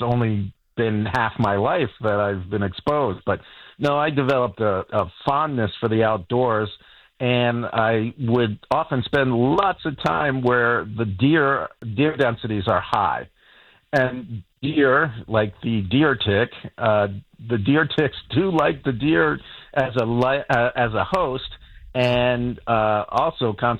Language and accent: English; Washington, Maryland, United States; I grew up in the in Maryland, in the Washington, D.C. area.